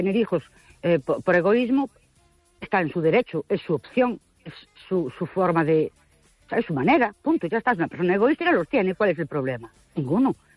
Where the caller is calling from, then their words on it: Ourense, Galicia, Spain; de Ourense.